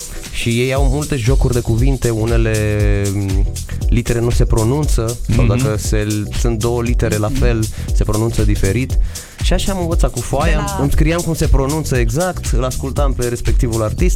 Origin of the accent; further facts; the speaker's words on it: Romania; sunt născut și crescut în România. Sunt român 100%, nu sunt armân